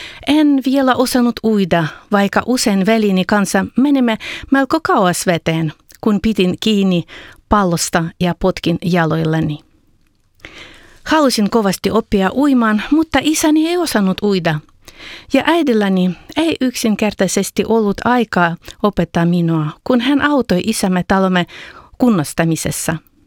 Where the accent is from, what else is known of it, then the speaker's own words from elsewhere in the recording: Bohuslav, Kyiv Oblast, Ukraine; moved away; Olen syntynyt Ukrainassa ja viettänyt lapsuuteni Kiovan alueella Boguslavin kaupungissa, jonka nimi tarkoittaa Jumalalle kunnia.